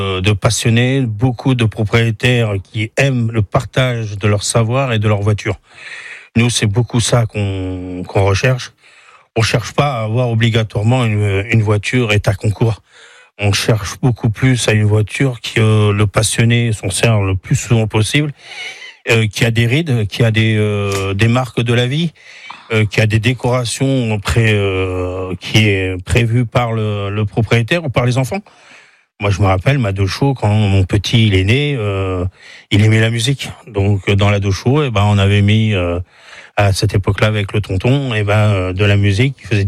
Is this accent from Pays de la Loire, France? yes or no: yes; Le Mans, Pays de la Loire, France; born there; Je suis né au Mans, j'ai été un peu vacciné par le bruit des voitures